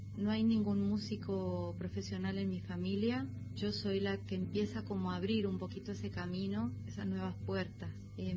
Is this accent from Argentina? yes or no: yes; Cuyo, Argentina; now in Madrid, Spain